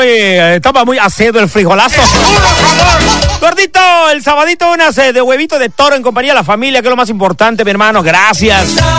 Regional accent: Mexico; los mexicanos

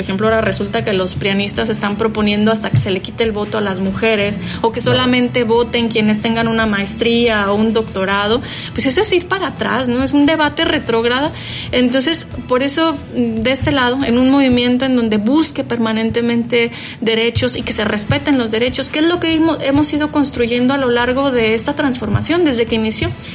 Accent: Mexico; nos incumbe como mexicanas y mexicanos.

